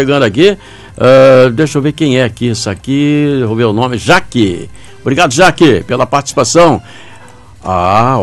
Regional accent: Itararé, São Paulo, Brazil; parabéns para Itararé, 133 anos, cidade maravilhosa e abençoada por Deus. Com certeza, com certeza. É, minha cidade natal aqui sempre foi, né?

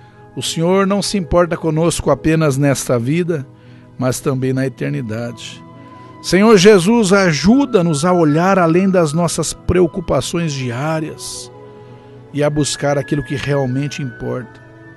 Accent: Brazil; Eu sou muito brasileiro

